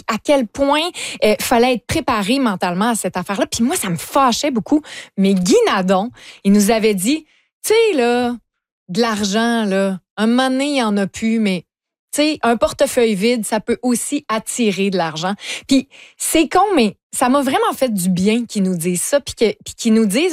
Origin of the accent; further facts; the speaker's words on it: Lévis, Quebec, Canada; Ben, moi, je viens de Lévis.